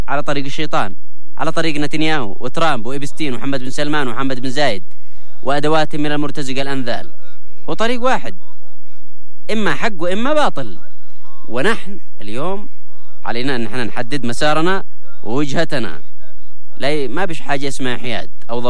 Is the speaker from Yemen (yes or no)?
yes; Yemen; احنا كشعب يمني